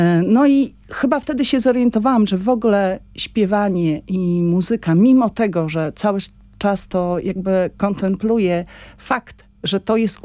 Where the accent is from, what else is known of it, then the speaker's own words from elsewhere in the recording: Jankowo, Warmian-Masurian Voivodeship, Poland; also born or lived in Olsztyn; Urodziłam się w Olsztynie, ale wychowałam się i mieszkałam od dziecka w Jankowie, w takiej niedużej miejscowości gminnej koło Olsztyna, 20 kilometrów od Olsztyna